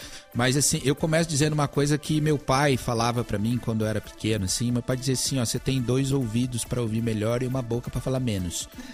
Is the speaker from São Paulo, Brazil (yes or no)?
yes; Bauru, São Paulo, Brazil; lá na minha cidade, Bauru, no interior de São Paulo.